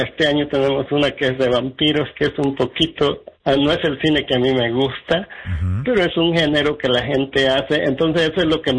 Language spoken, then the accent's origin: Spanish; Mexico; Yo siempre digo que como mexicano